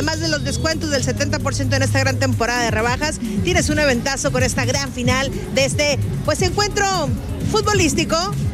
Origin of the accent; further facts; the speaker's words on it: Mexico; cómo somos los mexicanos